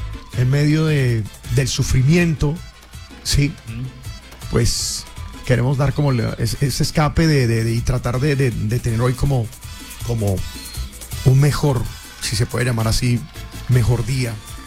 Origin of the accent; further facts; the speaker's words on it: Colombia; Es el momento de unirnos como colombianos